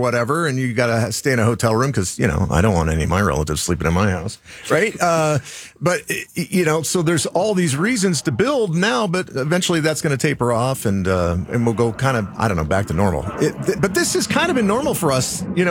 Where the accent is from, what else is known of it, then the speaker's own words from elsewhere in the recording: Arizona, United States; the wonderful, beautiful areas I grew up in Arizona.